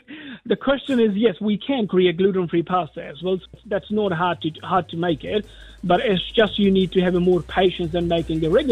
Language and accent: English; India; moved away as an adult; now in New Zealand; Because I come from India, you know, where food is very important to us. And when I came to New Zealand